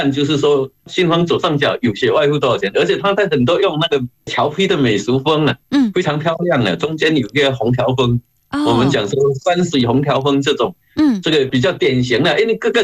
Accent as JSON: {"language": "Chinese", "country": "China"}